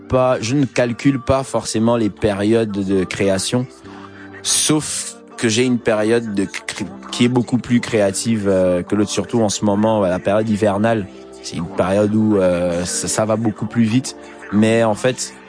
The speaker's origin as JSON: {"language": "French", "country": "Gabon", "moved": "yes", "said": "Moi quand j'ai quitté le Gabon, je voulais absolument parler anglais. Or on me disait déjà va en France, tout ça, tu reviens du Gabon, tu parles français."}